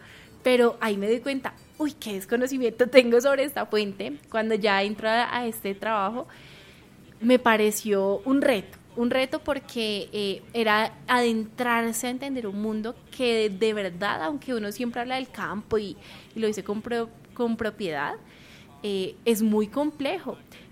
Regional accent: Colombia; para nosotros como colombianos

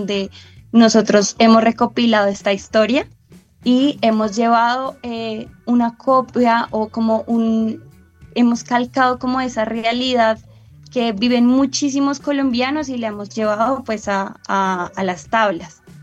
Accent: Colombia; vemos la necesidad como colombianos y como latinoamericanos de seguir migrando a estos países en busca de una mejor oportunidad.

